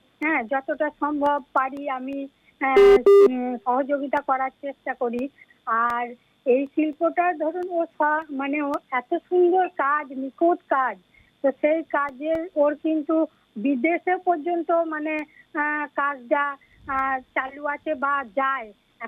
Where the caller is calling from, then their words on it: West Bengal, India; আমি বাহিরে বীরভূম থেকে